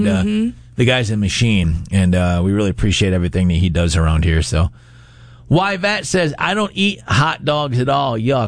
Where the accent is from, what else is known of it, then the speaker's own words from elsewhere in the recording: Rochester, New York, United States; now in Syracuse, United States; I grew up in Rochester country, so I grew up on Zwaggles.